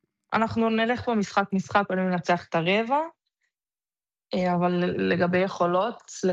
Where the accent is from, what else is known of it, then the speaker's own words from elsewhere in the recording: Ramat HaSharon, Tel Aviv District, Israel; אני גדלתי ברמת השרון כל החיים שלי, בשנה הבאה אני משחקת באמריקה.